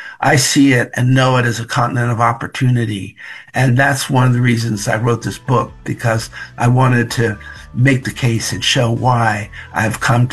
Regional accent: Philadelphia, Pennsylvania, United States; I'm the Eagles. I'm from Philly. Exactly.

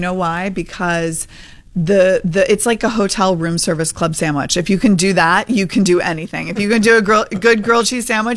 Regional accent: Philadelphia, Pennsylvania, United States; Philadelphia, my hometown, lots happening too.

